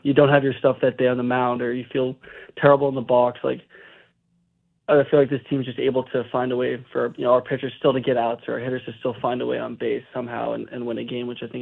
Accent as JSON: {"language": "English", "region": "Massachusetts", "country": "United States", "tie": "born or raised there", "said": "I grew up in Massachusetts, stayed close for college, went to Boston College"}